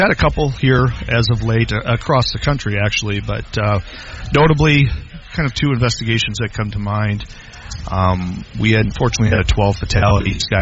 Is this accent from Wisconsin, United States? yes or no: yes; Appleton, Wisconsin, United States; growing up in Appleton, my father was aviation and started coming down here when I was, four?